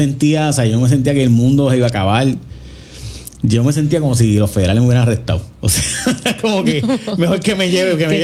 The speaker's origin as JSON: {"language": "Spanish", "country": "Puerto Rico", "said": "Yo quiero decirle a mi país, a mi pueblo, que el territorio incorporado, en mi opinión, es inevitable si usted quiere ser Estado. Para Puerto Rico va a ser inevitable."}